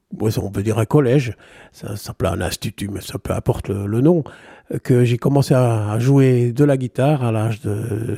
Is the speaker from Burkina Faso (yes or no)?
no; Liège, Wallonia, Belgium; Eh bien, je viens de Liège.